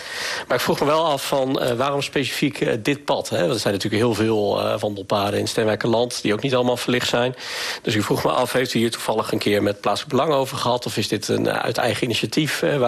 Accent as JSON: {"language": "Dutch", "town": "Vollenhoven", "region": "Overijssel", "country": "Netherlands", "said": "Ik kom zelf ook oorspronkelijk uit Vollenhoven."}